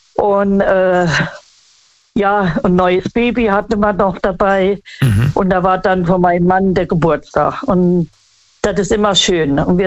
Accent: Idar-Oberstein, Rhineland-Palatinate, Germany; Ja, ich komme aus Idar-Oberstein.

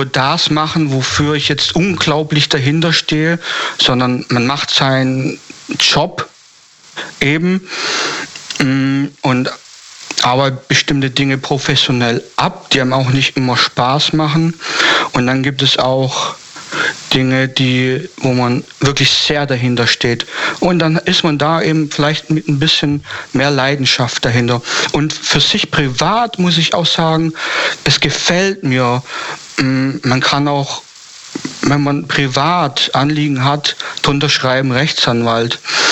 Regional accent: Baden-Württemberg, Germany; Ja, ich komme aus der Gegend Stuttgart, also das ich sag jetzt mal so grob.

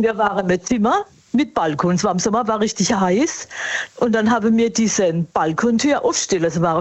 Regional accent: Bad Schönborn, Baden-Württemberg, Germany; Ah, ich bin Bad Schönborn.

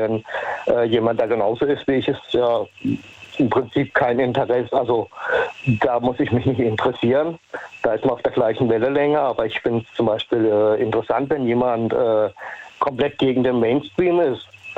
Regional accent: Lichtenau, Baden-Württemberg, Germany; Ich komme aus Lichtenau in der Nähe von Baden-Baden.

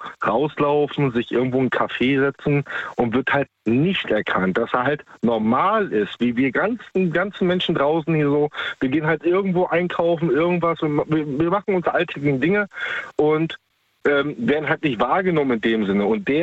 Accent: Germany

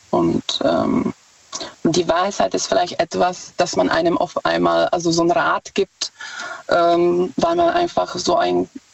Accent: Czechia; German is a second language; Ich komme ursprünglich aus Tschechien.

